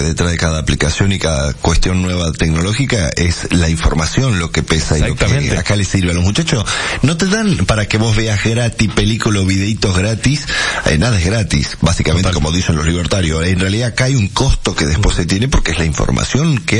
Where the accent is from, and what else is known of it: Argentina